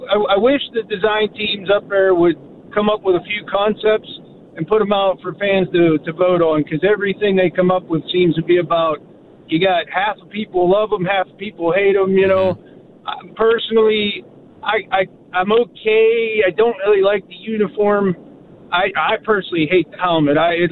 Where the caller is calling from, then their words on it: Pittsburgh, Pennsylvania, United States; Hey, I'm driving up from Pittsburgh, coming up to the game, man.